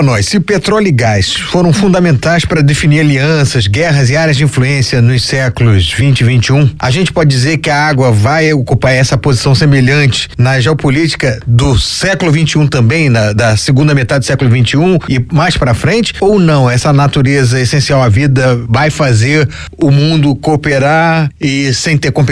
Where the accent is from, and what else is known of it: Brazil